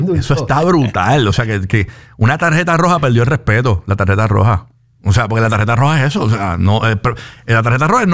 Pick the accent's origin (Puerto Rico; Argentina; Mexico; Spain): Puerto Rico; nosotros nos envolvemos en el fútbol, los boricuas